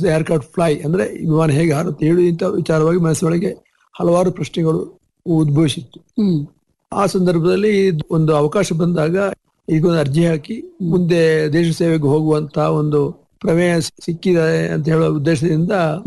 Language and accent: Kannada; Karnataka, India; ನಮ್ಮ ಜಿಲ್ಲೆಯಿಂದ ಅಥವಾ ನಮ್ಮ ಕರ್ನಾಟಕ ದಕ್ಷಿಣ ಜಿಲ್ಲೆಯಿಂದ ನನ್ನಿಂದ ಒಂದು 2-4 ವರ್ಷ ಹೆಚ್ಚಿನ ವಯಸ್ಸಿನವರು ಸುಮಾರು ಜನ ಭಾರತೀಯ ವಾಯುಸೇನೆಗೆ, ಭಾರತೀಯ ಸೈನ್ಯಕ್ಕೆ ಅಥವಾ ಭಾರತೀಯ ನೌಕಾದಳಕ್ಕೆ ಸೇರಿದವರಿದ್ರು.